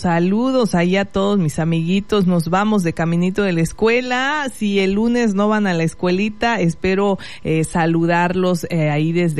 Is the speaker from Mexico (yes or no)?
yes; Chiapas, Mexico; como buenos mexicanos y chiapanecos incluso